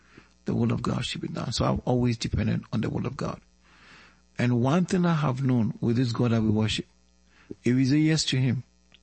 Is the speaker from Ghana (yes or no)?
yes; Tema, Greater Accra, Ghana; when I was growing up in Tema